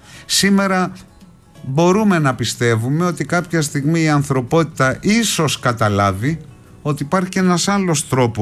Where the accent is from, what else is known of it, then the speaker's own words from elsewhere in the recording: Greece; Εγώ είμαι περήφανος που είμαι Έλληνας, αγαπώ αυτό τον τόπο